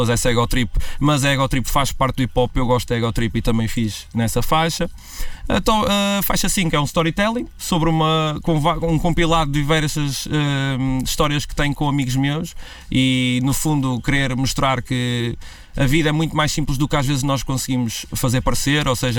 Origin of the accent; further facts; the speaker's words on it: Porto, Norte, Portugal; born there; moved away; also born or lived in Azores; O Porto, sim, é a cidade onde eu nasci, onde eu tive, onde eu cresci, onde é também a família do meu pai e o meu pai.